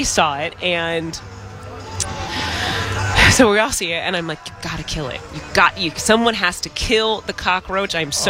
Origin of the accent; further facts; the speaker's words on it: Florida, United States; moved away; I am from Florida